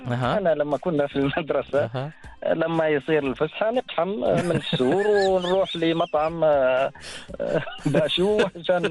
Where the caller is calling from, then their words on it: Muscat, Muscat Governorate, Oman; من مسقط العامرة.